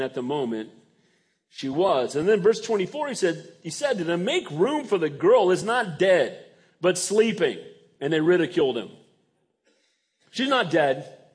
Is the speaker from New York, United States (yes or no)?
no; San Bernardino, California, United States; born there; I said, you know, I was born in San Bernardino.